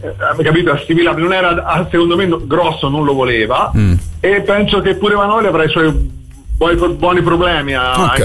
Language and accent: Italian; Cecina, Tuscany, Italy; Non mi interessa proprio, io poi sono di Cecina, quindi